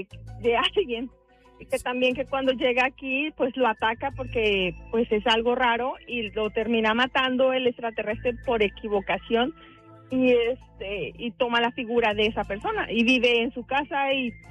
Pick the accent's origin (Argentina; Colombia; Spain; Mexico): Mexico; Jalisco; Mira, hace muchos años en mi pueblo, hubo un avistamiento de ovnis.